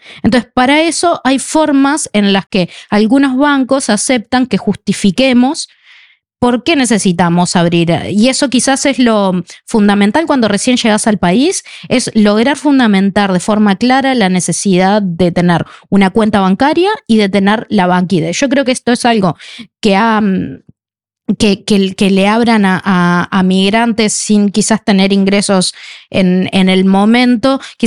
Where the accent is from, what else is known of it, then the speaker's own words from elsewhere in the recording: Uruguay; moved away as an adult; also born or lived in Sweden; now in Norway; tu cédula de identidad, como le decimos en Uruguay